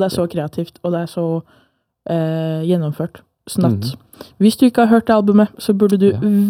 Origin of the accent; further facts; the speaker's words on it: Kyiv, Ukraine; Jeg er fra Kyiv i Ukraina.